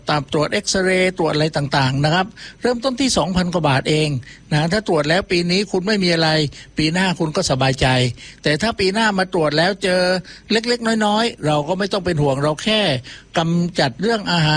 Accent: Ko Samui, Surat Thani, Thailand; บ้านผมเป็นคนเกาะสมุยนะครับอยู่บ้านเดียวกับพี่ทนนี่แหละแต่อยู่ฝั่งเกาะนะพี่ทนก็อยู่ฝั่งทิศตะวันตกนะครับดูพระอาทิตย์ตกดินแต่ผมก็อยู่ฝั่งเฉวงดูพระอาทิตย์ขึ้นจากทะเล

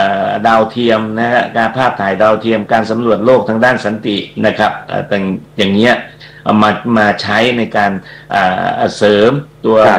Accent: Chiang Rai, Thailand; เพราะว่าผมโตในจังหวัดเชียงรายแล้วได้กินน้ำกินได้กินปลาในแม่น้ำนะครับ

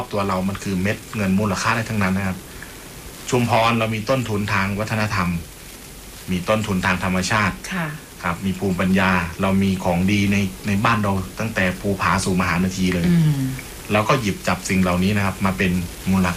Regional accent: Roi Et, Thailand; เดิมคนร้อยเอ็ดครับผมคนอีสาน

